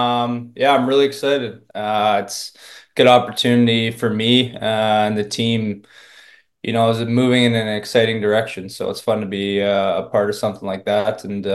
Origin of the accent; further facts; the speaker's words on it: Port Perry, Ontario, Canada; also born or lived in Toronto; I was born in Toronto, but I grew up in Port Perry. I call Port Perry where home, where I grew up.